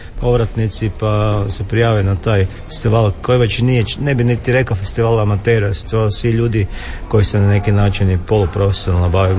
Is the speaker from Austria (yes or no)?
no; Ciglenica Zagorska, Krapina-Zagorje County, Croatia; kak ja dolazim iz Zagora, iz Ciglenice Zagorske